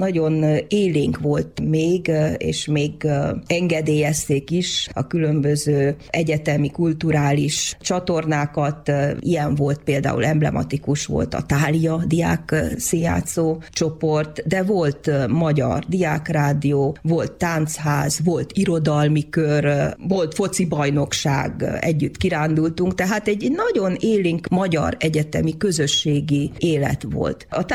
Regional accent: Satu Mare, Satu Mare County, Romania; Nagyon büszke vagyok rá, hogy a szülővárosom színházának előadásával nyitottuk meg a mitemet méltán

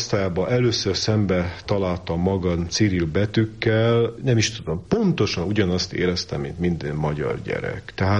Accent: Budapest, Hungary; én ugye ebben a római katolikus családban nőttem fel, valahol Zuglónak a perifériáján. Félig falusi körülmények között

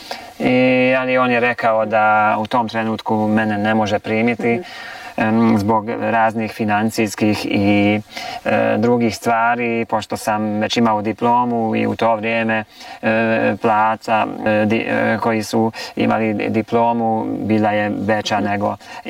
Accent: Križevci, Koprivnica-Križevci County, Croatia; born there; moved away; pošto ja sam iz Križevaca, iz susjednog sela

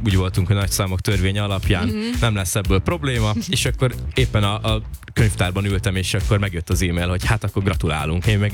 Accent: Hungary; valami Balatonhoz kötődőt, mivel mind a ketten onnan származunk

